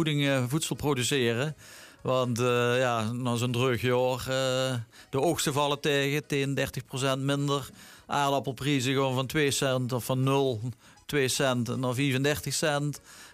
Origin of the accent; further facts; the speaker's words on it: Maastricht, Limburg, Netherlands; Nou, de eerste 7 jaar van mijn leven heb ik in Maastricht gewoond.